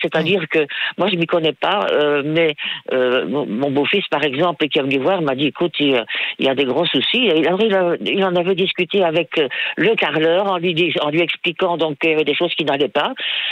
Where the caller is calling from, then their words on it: Namur province, Wallonia, Belgium; J'habite Fragnières. C'est près de Florès, c'est dans le Namurois.